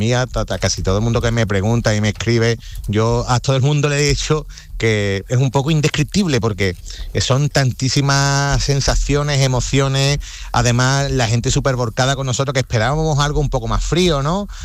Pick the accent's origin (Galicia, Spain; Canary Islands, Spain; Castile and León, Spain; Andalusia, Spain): Andalusia, Spain; Conil de la Frontera; nuestra bandera de nuestra tierra, de Conil, de Cádiz, de nuestra cultura.